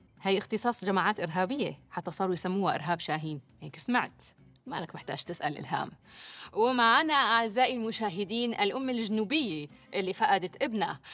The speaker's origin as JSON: {"language": "Arabic", "country": "Syria", "said": "أنا سورية"}